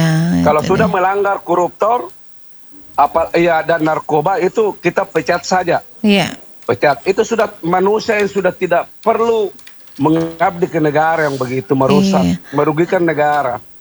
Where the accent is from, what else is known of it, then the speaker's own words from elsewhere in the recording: Makassar, South Sulawesi, Indonesia; born there; Nah, kemudian saya pindah ke Makassar tempat kelahiran saya.